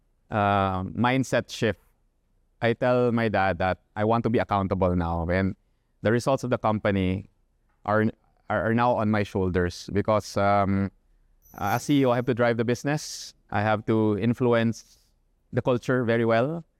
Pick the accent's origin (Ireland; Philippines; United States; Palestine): Philippines; I take pride on being Filipino.